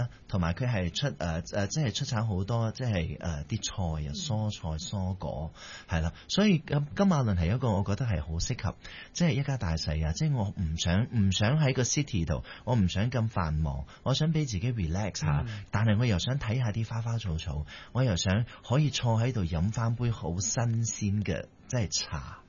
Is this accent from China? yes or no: no; Ipoh, Perak, Malaysia; also born or lived in Malacca / Penang; now in Kuala Lumpur, Malaysia; 咁我喺馬六甲出世啦，咁跟住就由細即係讀幼稚園咧，就搬咗入去怡寶啦，咁就喺怡寶咧就讀到Form Two